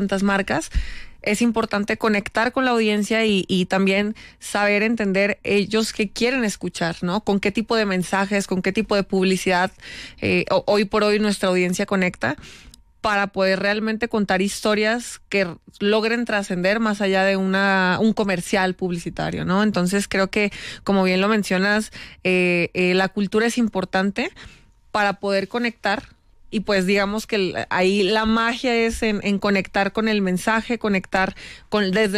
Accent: Mexico; yo soy mexicana

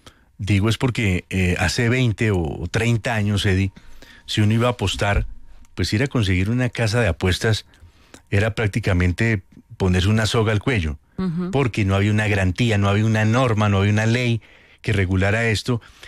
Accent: Colombia; ¿Los colombianos somos apostadores

